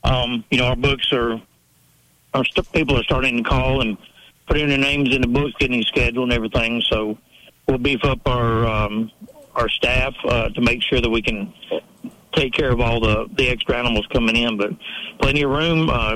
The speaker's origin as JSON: {"language": "English", "region": "East Coast", "country": "United States", "tie": "born or raised there", "said": "I grew up on the East Coast, so I've had a chance to have it for a lot of years."}